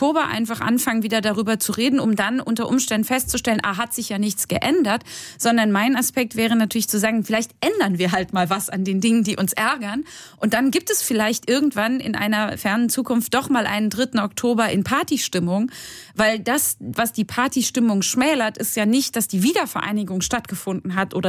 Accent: Rhineland-Palatinate, Germany; Also ich bin in Rheinland-Pfalz groß geworden

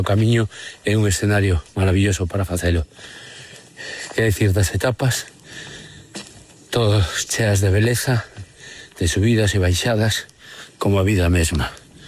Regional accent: Galicia, Spain; eu como galego me reforza dun xeito moi especial

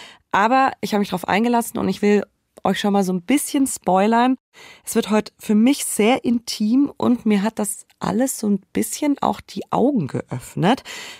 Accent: Bavaria, Germany; Heiligabend in meiner Heimat, dem Allgäu.

